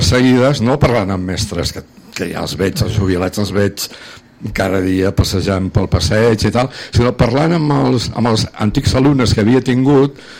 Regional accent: Balearic Islands, Spain; moved away as an adult; I vaig venir a Catalunya, perquè jo soc de Menorca, i vaig mentre estudiava a Sant Cugat

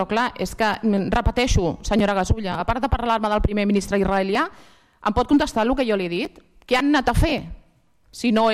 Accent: Catalonia, Spain; Només reitero, lamento com a espanyola, com a catalana, com a espanyola, haver pagat l'avió de tornada d'aquesta gent

